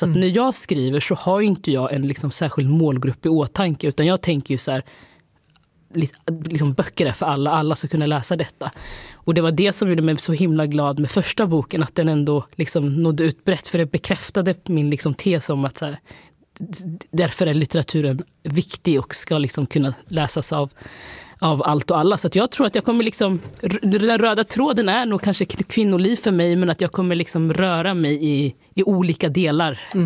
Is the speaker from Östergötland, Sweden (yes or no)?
yes; Linköping, Östergötland, Sweden; Jag är ju från Linköping och liksom den här.